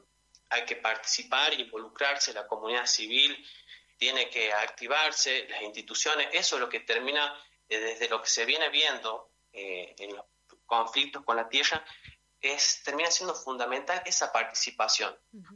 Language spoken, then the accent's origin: Spanish; La Rioja, Argentina; nuestra identidad como riojanos argentinos.